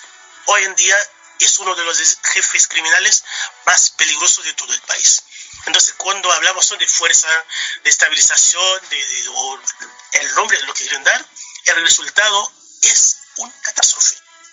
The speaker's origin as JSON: {"language": "Spanish", "country": "Haiti", "said": "Y lamentablemente es lo que está pasando en mi país, Haití."}